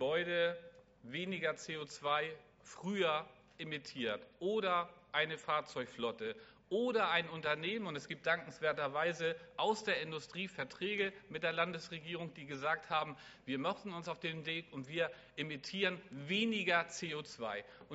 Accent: Schleswig-Holstein, Germany; Aber es ist folgerichtig, dass wir als Schleswig-Holsteiner vorangehen. Weil wenn nicht wir, wer denn überhaupt sonst?

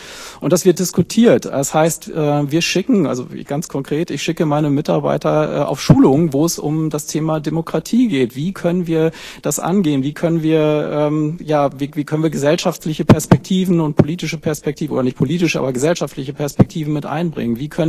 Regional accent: Flensburg, Schleswig-Holstein, Germany; Und da reden wir nicht, und gerade ich komme aus Flensburg, nicht von großen Unternehmen.

